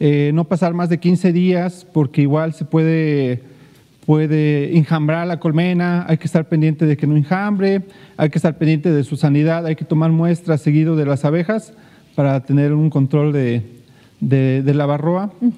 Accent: Xico, Veracruz, Mexico; moved away as an adult; now in Dos Ríos, Emiliano Zapata, Mexico; No, yo soy originario de San Marcos, Xico, Veracruz. Uh-huh. Ya tengo 8 años viviendo en Dos Ríos, Emiliano Zapata.

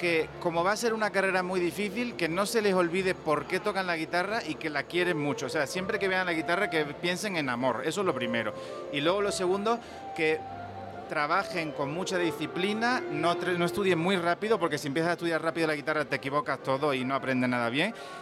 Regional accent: Andalusia, Spain; Mi tierra en Andalucía

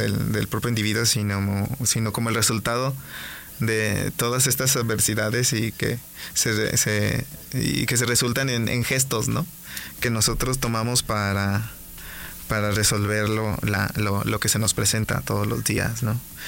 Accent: Mexico; nuestra singularidad como mexicano

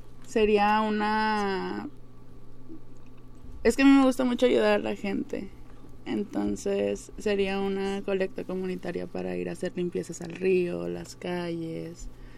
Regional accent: Mexico City, Mexico; now in Múzquiz, Mexico; Pues, es que no viví toda mi vida no la viví aquí en Musquis. Tiene apenas 4 o 5 años que llegué. Siempre estuve fuera.

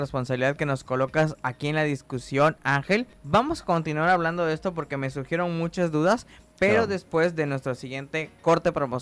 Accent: Chiapas, Mexico; now in Tabasco, Mexico; yo soy del norte de Chiapas

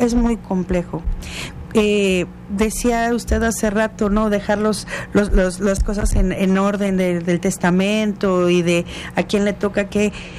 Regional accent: Mexico

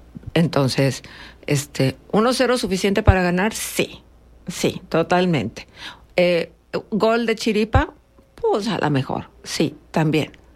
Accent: Mexico; hoy los mexicanos nos levantamos con una sonrisa.

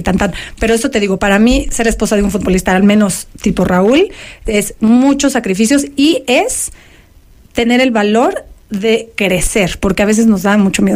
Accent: Mexico; Como mexicanos y mandamos buena vibra

